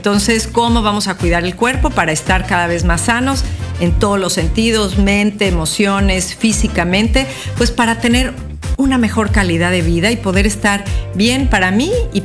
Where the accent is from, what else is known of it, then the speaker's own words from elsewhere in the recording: Mexico; lo que a mí me conecta con México es el espíritu de nuestra tierra.